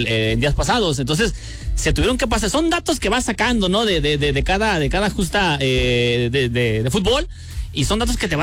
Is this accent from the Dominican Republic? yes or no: no; Mexico; la confianza que uno que tenga como mexicano, que nos unimos.